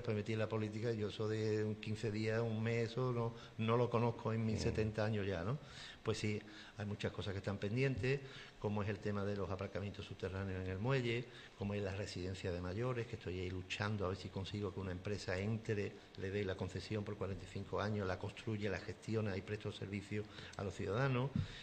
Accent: Chipiona, Andalusia, Spain; yo soy jubilado, no tengo otra cosa que hacer, y disfruto de mi pueblo, me gusta mi pueblo, lucho por mi pueblo

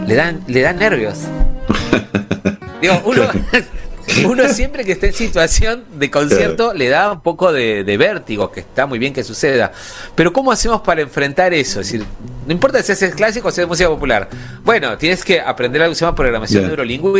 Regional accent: Peru; que soy peruano, que también de alguna u otra manera he aportado con mi granito de arena a la música argentina, una manera de tocar distinta, porque vengo con mis raíces peruanas.

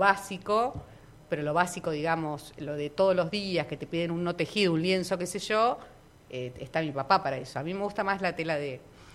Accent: Argentina; Pero no, yo soy de Argentina.

